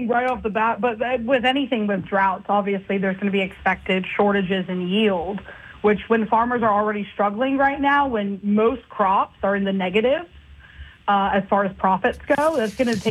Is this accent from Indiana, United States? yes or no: no; Texas, United States; I'm from Texas, and most of my family was from Houston, so that was like second home growing up.